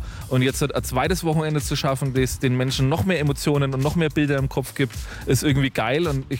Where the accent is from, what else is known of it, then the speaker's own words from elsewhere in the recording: Münchberg, Bavaria, Germany; Also jetzt komme ich hier aus Münchberg und bin ja hier verwurzelt